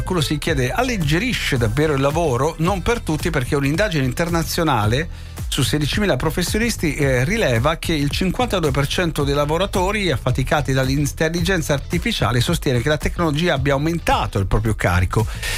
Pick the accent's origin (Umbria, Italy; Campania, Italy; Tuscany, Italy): Campania, Italy; dalle mie parti la laccia è il sedano detti napoletano, la laccia.